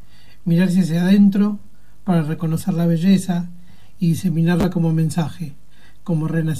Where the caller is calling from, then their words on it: Buenos Aires, Argentina; desde Parque Chas, Cava.